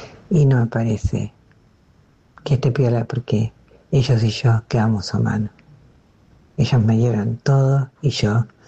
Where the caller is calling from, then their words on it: Adrogué, Buenos Aires Province, Argentina; de Adroé.